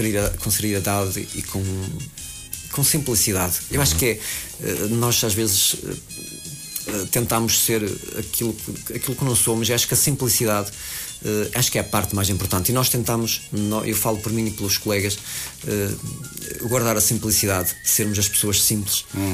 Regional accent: Barroselas, Norte, Portugal; moved away

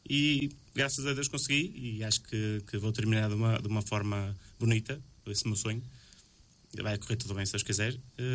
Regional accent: Vila Nova de Gaia, Porto, Portugal; Para além de ser as festas da minha terra, eu sempre morei muito em cima da festa, ou seja, a minha casa é mesmo no largo da festa.

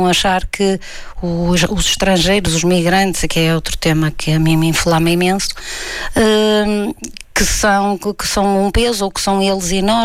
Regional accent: Braga, Norte, Portugal; Eu que sempre vivi na cidade onde nasci, etc., e aqui estudei também na Universidade do Minho

